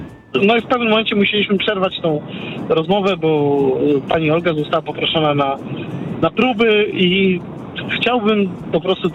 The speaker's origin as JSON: {"language": "Polish", "town": "Elbląg", "region": "Warmian-Masurian Voivodeship", "country": "Poland", "said": "wywodzę się z Elbląga"}